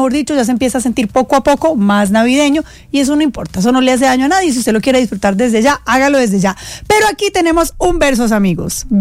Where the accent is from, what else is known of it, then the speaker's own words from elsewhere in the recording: Eje Cafetero, Colombia; Pero yo soy muy tradicional y yo soy del Eje Cafetero.